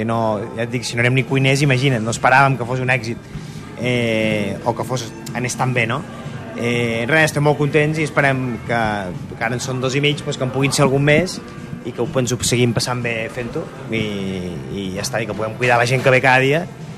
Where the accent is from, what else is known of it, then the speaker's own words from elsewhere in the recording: Banyoles, Catalonia, Spain; moved away as an adult; now in Barcelona, Spain; som amics de Banyoles des dels dos anys, anàvem a la guarderia junts